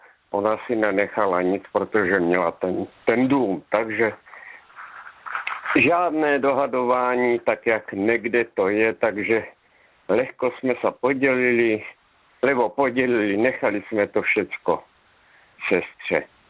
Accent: Luka, Zlín Region, Czechia; born or raised there; now in Topolná, Czechia

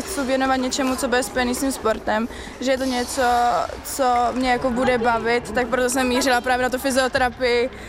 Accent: Žďár nad Sázavou, Vysočina Region, Czechia; No, já jsem ze Žďáru.

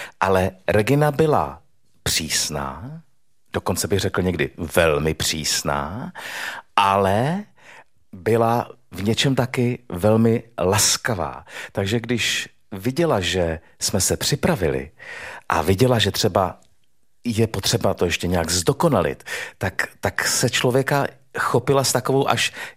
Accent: Moravia, Czechia; Já jsem z Moravy

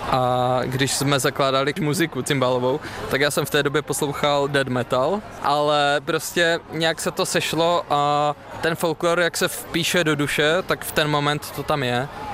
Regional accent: Zlín Region, Czechia; now in Brno, Czechia; Jsem z Valašska původně, ale teďka v Brně už žiju 11 let.

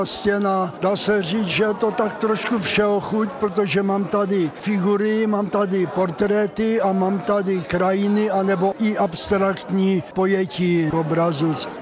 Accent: Ostrava, Moravian-Silesian Region, Czechia; Slezská Ostrava.

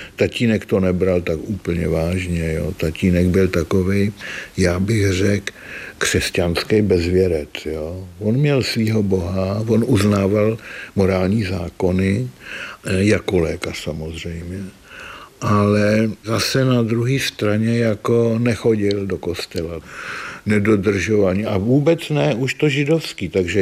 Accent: Prague, Czechia; born there; Narodil jsem se v Praze, bydleli jsme na Staroměstském náměstí ve velkém bytě.

